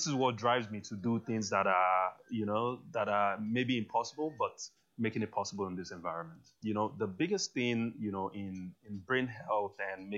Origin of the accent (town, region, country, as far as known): Nigeria; born there; moved away; also born or lived in United States